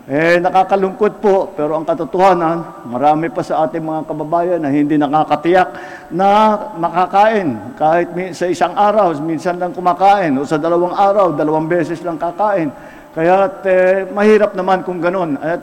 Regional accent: Ilocos Region, Philippines; Pero palapit na dun sa amin sa Ilocos Norte.

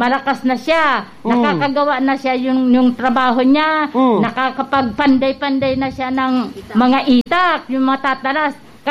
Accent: Bulan, Bicol Region, Philippines; Taga Zone 8, Bulan Sorsogon.

